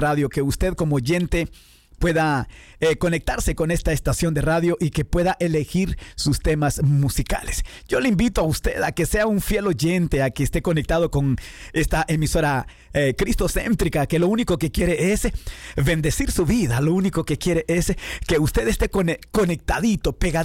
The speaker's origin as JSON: {"language": "Spanish", "country": "Honduras", "said": "Hey, los hondureños sí somos mal hablados, de verdad, les pedimos disculpas. Como catracho que soy, les pido disculpas porque no hablamos como debemos de hablar."}